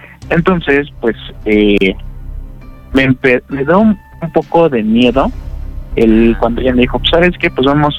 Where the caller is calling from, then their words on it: Puebla, Mexico; voy a decir que soy del estado de Puebla.